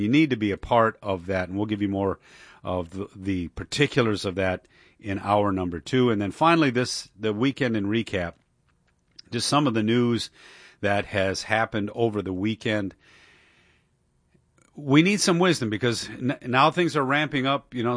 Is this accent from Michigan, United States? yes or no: yes; Detroit, Michigan, United States; I grew up in Detroit. Okay? I saw what happened to my city.